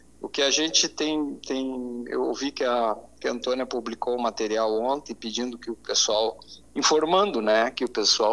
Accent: Rio Grande do Sul, Brazil; como gaúchos, como produtores

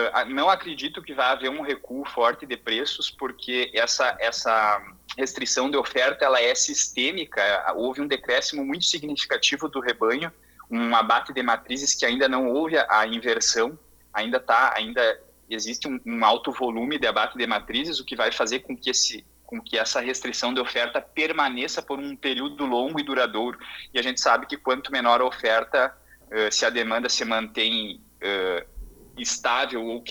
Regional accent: Santiago, Rio Grande do Sul, Brazil; Sou natural do município de Santiago, produzo na região do município de Itaqui e hoje falo daqui do Recanto Maestro

